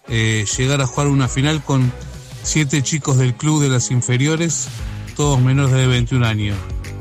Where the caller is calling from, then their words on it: Morón, Buenos Aires Province, Argentina; de Morón.